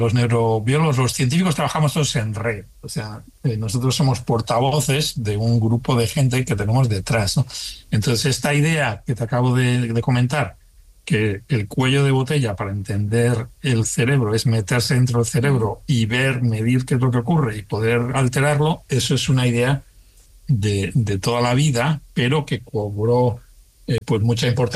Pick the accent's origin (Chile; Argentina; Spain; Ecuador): Spain; moved away; lo que llevo haciendo toda mi vida en ciencia desde que salí de España, es precisamente esto, fabricar nuevos métodos para estudiar el cerebro.